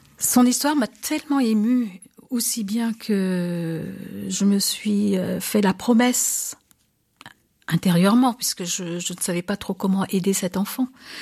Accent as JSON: {"language": "French", "country": "Madagascar", "moved": "yes", "lives_now": "France", "said": "je suis d'origine de Madagascar, mais ça fait pratiquement un demi-siècle que je suis en France. Ah, et je rentre maintenant, ces dernières années, régulièrement pour revoir ma famille, mes origines."}